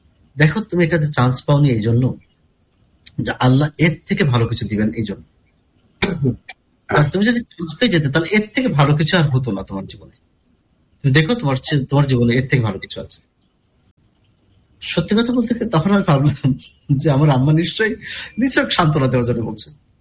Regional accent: Kushtia, Khulna Division, Bangladesh; আমি চেষ্টা করলাম, আমার বাড়ি কুষ্টিয়া, আমি ঢাকাতে চলে আসলাম, কোচিং করলাম

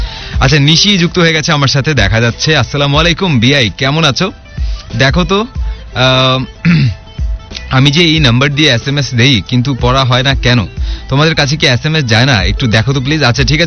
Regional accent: Dhaka, Dhaka Division, Bangladesh; আমার বাড়ি বগুড়া না, আমি তো ঢাকাতেই থাকি, বা আমার ঢাকাতেই হচ্ছে আমার বাড়ি।

